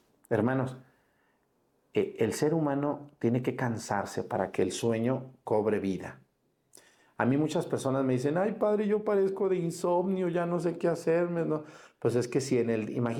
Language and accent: Spanish; Mexticacán, Jalisco, Mexico; Había ahí en mi pueblo en Mestecacán